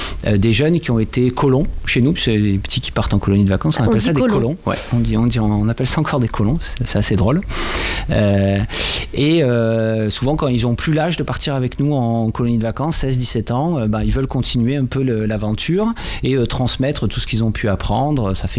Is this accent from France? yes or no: yes; Occitanie, France; moved away as an adult; now in Isère, France; Et je venais du sud de la France, du Gard. J'ai encore un petit bout d'accent pour celles et ceux qui ont l'oreille.